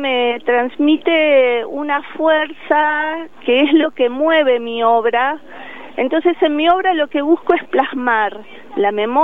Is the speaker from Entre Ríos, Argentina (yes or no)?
no; Los Cocos, Córdoba, Argentina; yo soy de Córdoba, de Los Cocos, un pueblo en el Valle de Punilla.